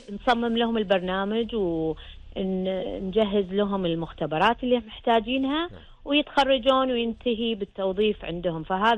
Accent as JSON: {"language": "Arabic", "country": "Kuwait", "said": "بلدنا الغالي الكويت"}